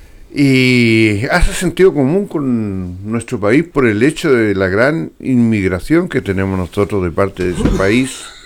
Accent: Chile; nosotros también como chilenos, estamos más o menos en la línea de esta falla tectónica que abarca desde gran parte

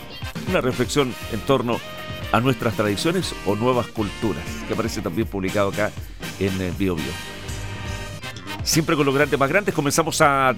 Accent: Chile

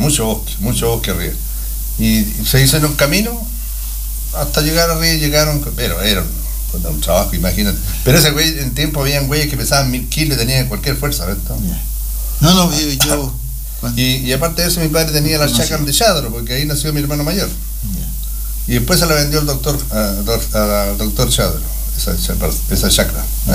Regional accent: Chile; born there; Y yo nací al frente, en Colón 50.

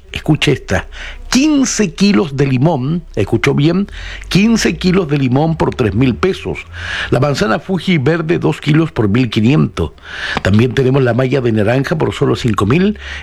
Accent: Chile; soy más chileno que los porotos, diría un amigo mío.

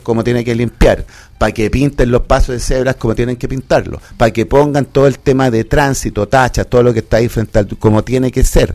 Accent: Chile; como buenos chilenos que somos

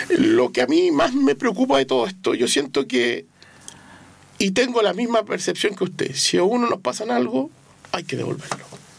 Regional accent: Chile; uno lamentablemente como chileno deja todo ahí nomás

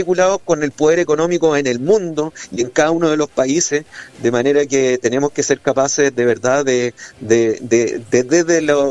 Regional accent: Rapel, O'Higgins, Chile; muy especialmente a los vecinos de Rapel, mi pueblo

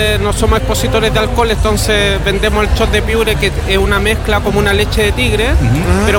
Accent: Quintay, Valparaíso, Chile; Yo soy oriundo de Quintay, soy local de allá.

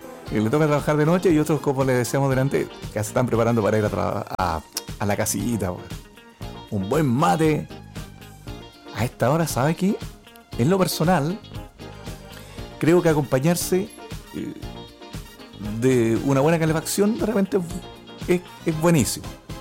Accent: Chile; no sé porque soy chileno o no, pero dejo de trabajar porque ya sé que si me pongo o me mentalizo que voy a terminar lo que estoy haciendo

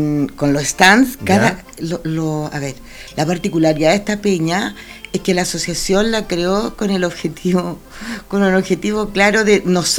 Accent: Chépica, O'Higgins, Chile; born there; now in Santa Cruz, Chile; Sí, Las Arañas, el sector de San Juan de Las Arañas.

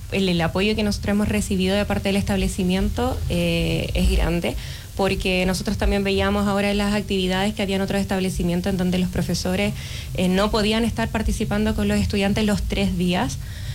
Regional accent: Chillán, Ñuble, Chile; moved away as an adult; yo soy oriunda de Chillán, vengo de la región de Ñuble, este es mi primer año acá en la región y en la isla también

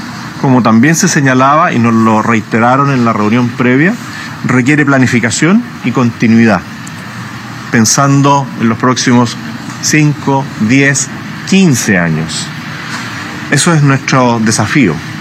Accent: Chile

